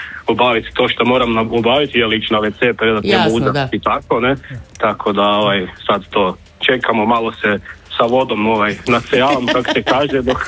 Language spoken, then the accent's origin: Croatian; Osijek, Osijek-Baranja County, Croatia; i u Osijeku na svjetskom kupu kao pred domaćom publikom, ali ovo je ipak još nešto drugačije jer je moj rodni grad